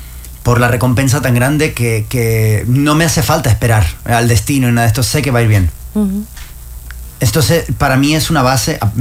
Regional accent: Spain; Y yo, de hecho, soy un español que siento un profundo amor por mi país

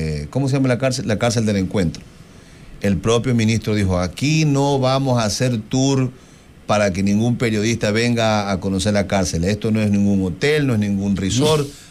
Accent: Ecuador; podemos centrar, ni como sociedad ecuatoriana, quedarnos contentos y bien servidos

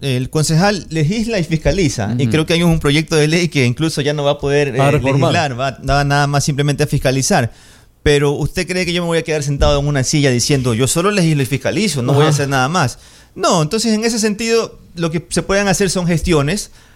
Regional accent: Ecuador; yo soy de Ecuador

